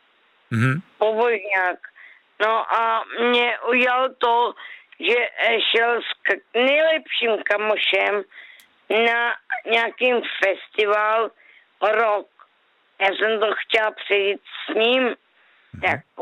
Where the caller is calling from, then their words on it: Brno, South Moravian Region, Czechia; z Kralopole.